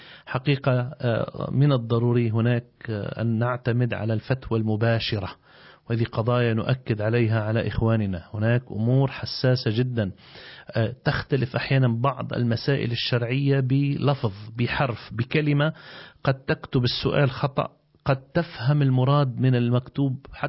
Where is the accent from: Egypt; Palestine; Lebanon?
Lebanon; نحن في لبنان بالمجمل الاعتماد على المذهب الحنفي والمذهب الشافعي